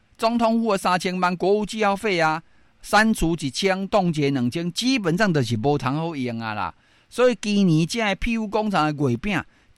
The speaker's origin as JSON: {"language": "Chinese", "country": "Taiwan", "said": "我们台湾人真的是还蛮善良的"}